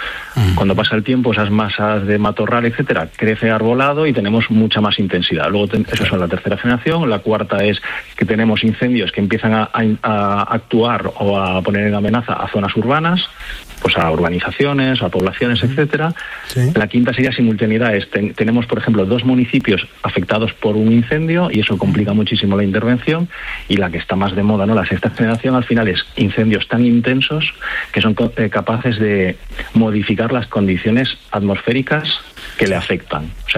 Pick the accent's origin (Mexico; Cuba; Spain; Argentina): Spain; Valencia, Valencian Community; Bueno, nosotros somos de Valencia